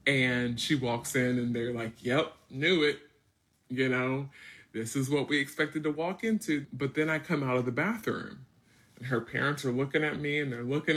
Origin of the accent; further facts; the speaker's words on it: United States; accent: country; And I have this like thick country accent and I'm washing my hair every single day, which, you know, most black girls do not do.